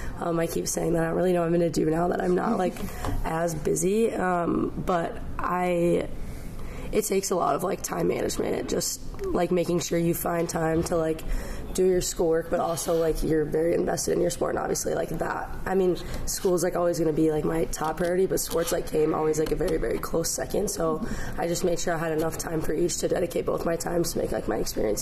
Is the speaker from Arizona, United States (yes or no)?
no; Oklahoma, United States; moved away as an adult; now in Oshkosh, United States; I'm originally from Oklahoma